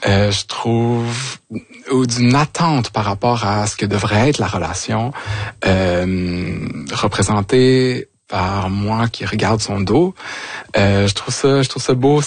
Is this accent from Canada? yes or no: yes; Quebec, Canada; moi je suis retourné dans ma région natale, c'est-à-dire Vaudreuil-Soulanges